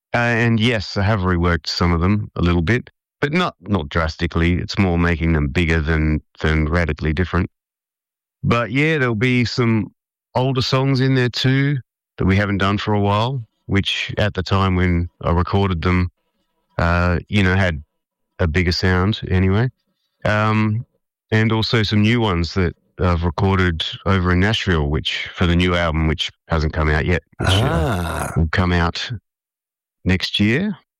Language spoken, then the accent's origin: English; Adelaide, South Australia, Australia; Then my hometown, Adelaide, at the Gov, Governor Hindmarsh, on the 28th of November.